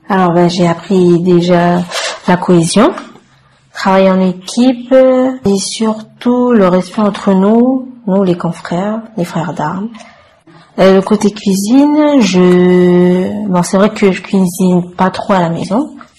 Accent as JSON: {"language": "French", "town": "Canala", "region": "North Province", "country": "New Caledonia", "said": "j'ai 21 ans, je suis originaire de Kanala Ponérewan"}